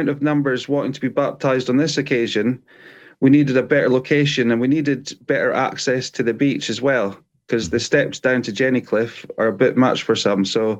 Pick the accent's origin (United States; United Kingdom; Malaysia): United Kingdom; Scotland; now in Cornwall, United Kingdom; I'm actually, I was brought up in Scotland, but I do live in Cornwall now. So on the jam side of the border.